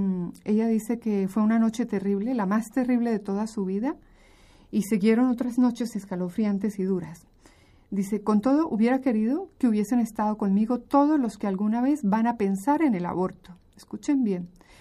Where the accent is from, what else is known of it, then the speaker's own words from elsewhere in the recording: Colombia; moved away; Vengo de Colombia, mi país de origen.